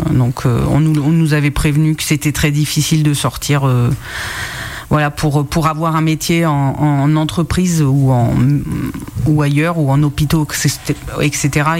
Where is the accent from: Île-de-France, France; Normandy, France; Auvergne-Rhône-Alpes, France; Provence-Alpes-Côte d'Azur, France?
Auvergne-Rhône-Alpes, France; Moulins; Je suis née à Moulins-sur-Allier